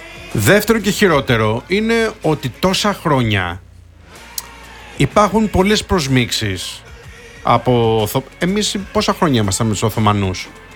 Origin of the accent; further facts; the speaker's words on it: Mytilene, North Aegean, Greece; εμένα που είμαι και από τη Μυτιλίνη.